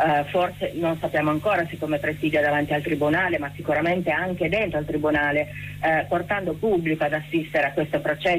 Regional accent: Turin, Piedmont, Italy; noi ci vedremo come torinesi liberi democratici

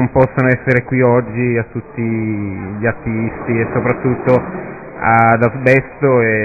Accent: Taranto, Apulia, Italy; Stiamo lavorando per uno in dialetto pugliese, visto che noi siamo di Taranto.

